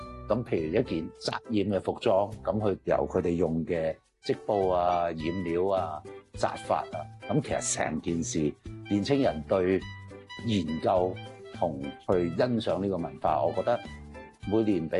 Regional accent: Hong Kong; 我觉得就作为一个真係本土土生土长香港人，对我个人意义淨係做呢件事嘅寻根路上，我已经有好多嘢得着，即係去发掘返自己原本嘅文化内由。

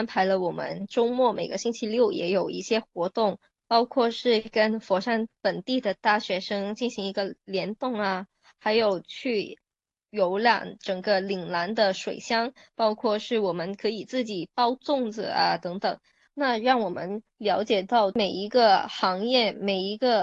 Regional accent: Hong Kong; now in China; 会照顾到我们是从香港来的，可能听不懂他们说的普通话的术语

